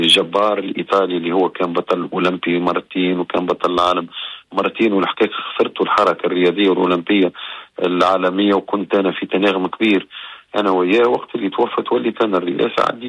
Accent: Tunisia; او كي تقول انا تونسي يقولوا لك محمد مزالي.

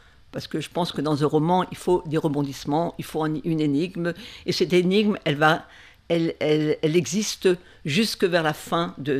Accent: Grand Est, France; born there; Parce que personnellement, je suis née en Alsace, mais toute petite, j'ai entendu parler de la Tunisie, parce qu'une partie de ma famille y a vécu.

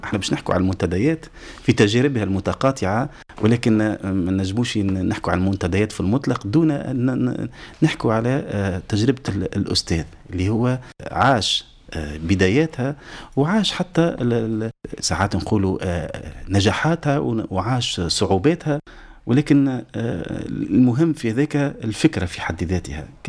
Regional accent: Tunisia

